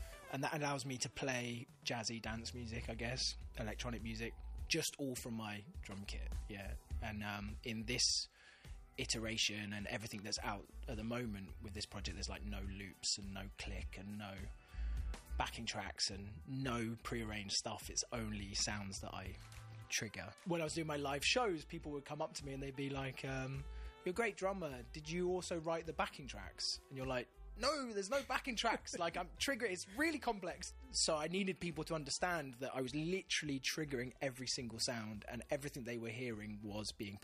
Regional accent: New Forest, South East England, United Kingdom; I grew up in New Forest.

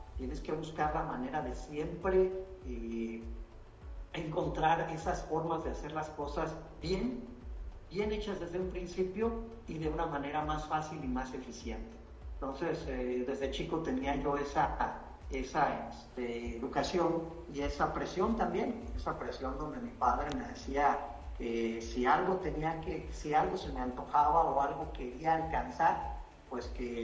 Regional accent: Uruapan, Michoacán, Mexico; also born or lived in Zamora; Nací en Zamora, Michoacán, en el 1971, pero mis padres migraron a la ciudad de Uruapan cuando yo tenía 6 años. Entonces, pues yo me considero uruapense, pero sigo siendo michoacán.

